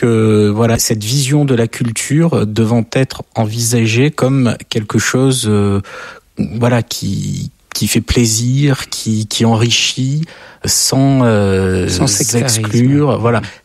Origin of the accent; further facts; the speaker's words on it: France; Je suis français, je vis en France.